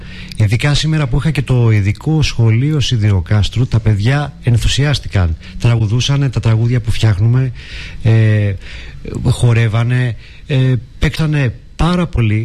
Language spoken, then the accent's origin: Greek; Serres, Central Macedonia, Greece; moved away; φύγαμε από την Αθήνα, ήρθαμε στον τόπο μου στις Σέρες